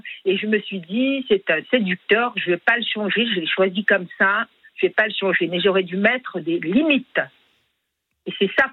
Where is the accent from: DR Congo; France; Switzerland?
Switzerland; je viens de Suisse, c'est pour ça que je vais...